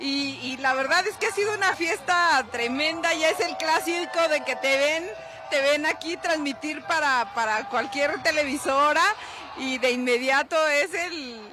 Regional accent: Mexico; pues así somos los mexicanos, festivos.

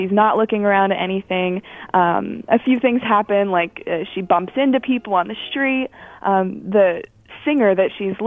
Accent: Bridgeville, Pennsylvania, United States; I'm from Bridgeville, about 20 minutes out of Pittsburgh. And I go to South Fayette High School.

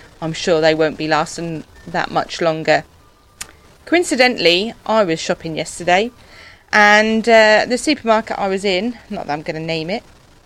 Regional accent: England, United Kingdom; We are very English, aren't we?

